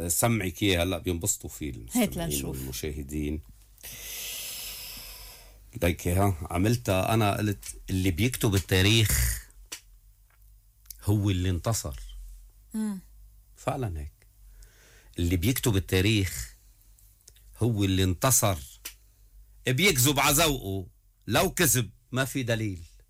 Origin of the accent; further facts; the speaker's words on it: Lebanon; نحن بلبنان مجتمعات،